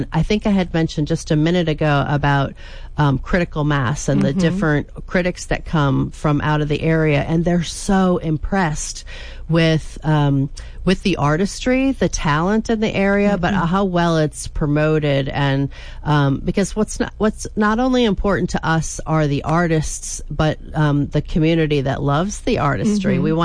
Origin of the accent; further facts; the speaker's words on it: Pennsylvania, United States; moved away as an adult; now in Shreveport, United States; moved to another arena in my hometown, which is in Northeast Pennsylvania